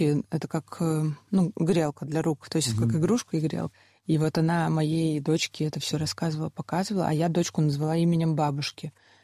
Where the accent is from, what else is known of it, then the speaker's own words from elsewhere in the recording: Russia; born there; moved away; also born or lived in Spain; Вот я как русская родилась в России